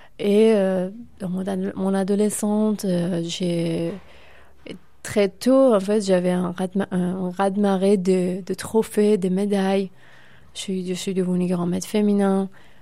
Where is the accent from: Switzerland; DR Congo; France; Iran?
Iran; Oui, ma première fois que je suis sortie de l'Iran, J'avais seulement 8 ans et demi. Mon premier voyage, c'était en Espagne. Déjà à l'aéroport, j'ai compris que en Iran, on vit complètement, nos vies sont différentes.